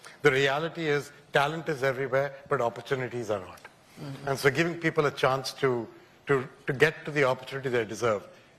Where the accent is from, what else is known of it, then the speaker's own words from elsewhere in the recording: India; guys like me, growing up in India, and now, you know, having had the chance to run MasterCard and run the World Bank.